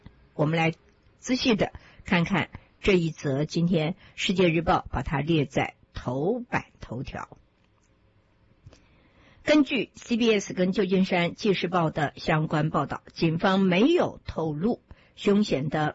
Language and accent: Chinese; China; 而且不限于只有美国人，我们中国人也有这一方面的趋势，只是中国人比较隐忍，比较不会那么的公开。